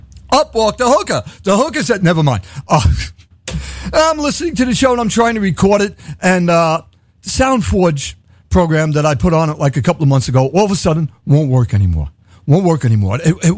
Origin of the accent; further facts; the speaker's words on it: United States; I am an American.